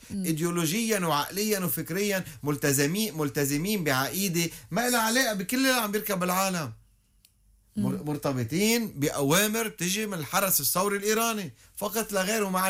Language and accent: Arabic; Lebanon; نحن كلبنانيين وطنيين